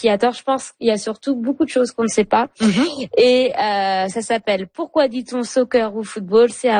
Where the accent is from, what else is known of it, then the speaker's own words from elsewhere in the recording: France; now in Canada; À mon accent, vous l'avez reconnu. Hein. Moi, j'ai grandi en France et j'ai plutôt grandi avec le mot football. Mais c'est vrai qu'ici, j'utilise plus le mot soccer.